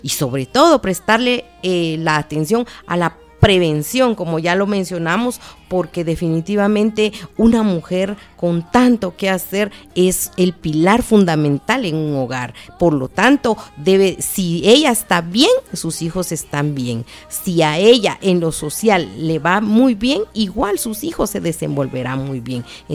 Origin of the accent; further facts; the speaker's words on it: San Juan Comalapa, Chimaltenango, Guatemala; Originalmente soy de San Juan, Comalapa.